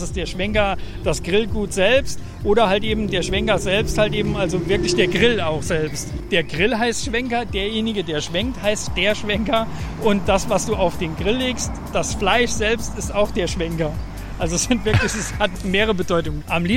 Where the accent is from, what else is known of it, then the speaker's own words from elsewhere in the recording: Saarland, Germany; also bei uns im Saarland heißt es halt eben schwenken halt eben, das ist halt eben so